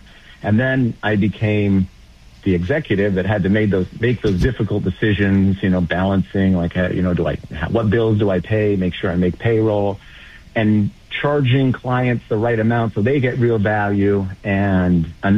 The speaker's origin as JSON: {"language": "English", "country": "Australia", "second_language": "English", "moved": "yes", "said": "And I came from Australia. And one of the first things I needed to do was to try to learn English."}